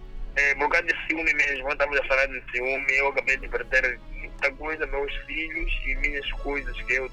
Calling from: Nampula, Mozambique; já aconteceu comigo aqui na cidade. De Nampula? Sim.

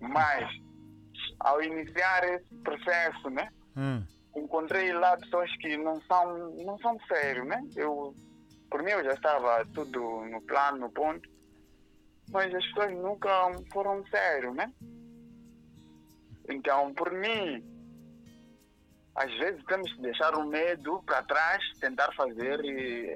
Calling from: Gaza, Mozambique

